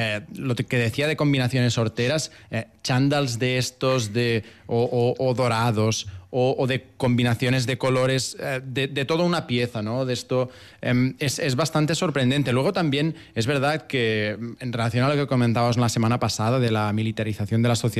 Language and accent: Spanish; Barcelona, Catalonia, Spain; moved away as an adult; now in Russia; en Barcelona, que es donde soy yo